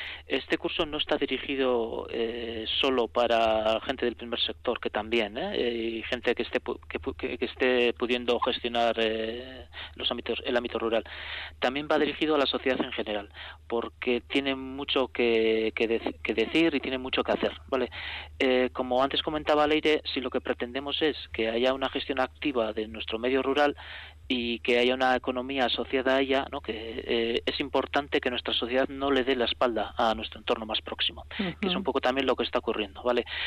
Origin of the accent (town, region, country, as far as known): Basque Country, Spain